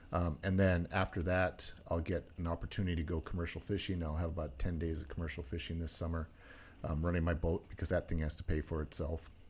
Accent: Naknek, Alaska, United States; my hometown of Naknek

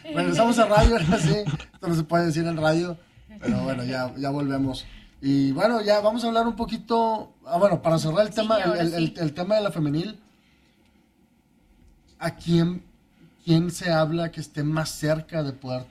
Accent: Asturias, Spain; No, yo soy de Asturias, pero... No tengo nada contra los españoles

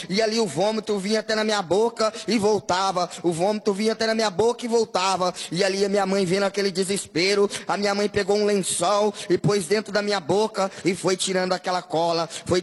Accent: Marília, São Paulo, Brazil; eu vim da cidade de Marília.

